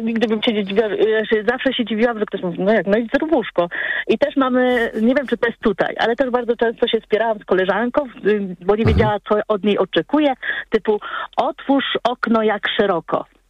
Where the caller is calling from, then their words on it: Greater Poland Voivodeship, Poland; Ja jestem z poznańską pyrą, można powiedzieć, spod Poznania niedaleko